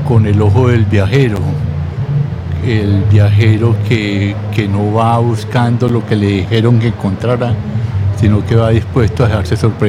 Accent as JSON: {"language": "Spanish", "town": "Buga", "region": "Valle del Cauca", "country": "Colombia", "tie": "born there", "moved": "yes", "lives_now": "Medellín, Colombia", "said": "Yo nací en Buga."}